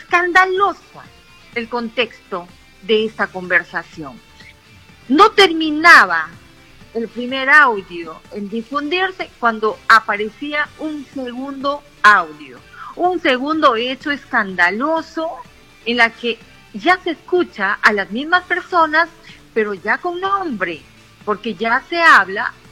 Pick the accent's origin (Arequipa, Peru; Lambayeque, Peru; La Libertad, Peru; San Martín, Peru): San Martín, Peru; Tocache province; Mi tierra de paz, amor y trabajo.